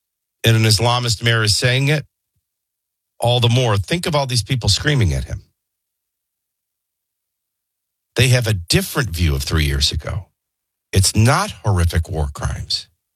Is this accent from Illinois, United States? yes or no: yes; Chicago, Illinois, United States; Oh, as I was saying, I grew up in Chicago.